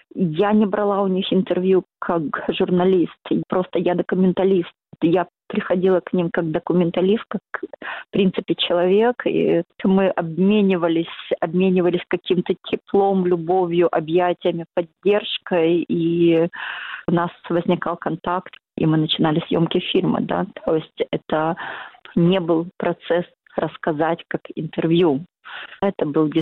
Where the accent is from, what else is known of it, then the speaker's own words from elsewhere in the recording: Kyiv, Ukraine; also born or lived in Bucha; Буча — это место моего детства. Я киевлянка, я родилась и выросла в Киеве.